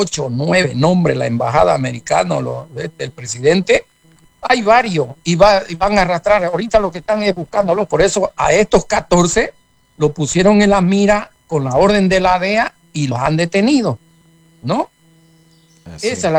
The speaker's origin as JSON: {"language": "Spanish", "town": "Montero", "region": "Santa Cruz", "country": "Bolivia"}